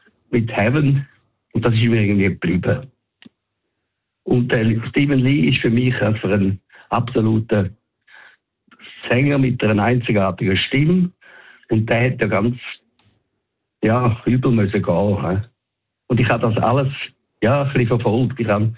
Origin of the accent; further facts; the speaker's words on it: Winterthur, Zurich, Switzerland; Ich komme aus Winterthur